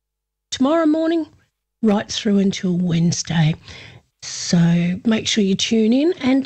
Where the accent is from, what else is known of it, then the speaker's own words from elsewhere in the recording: Horsham, Victoria, Australia; coming to you from my hometown of Horsham in Western Victoria.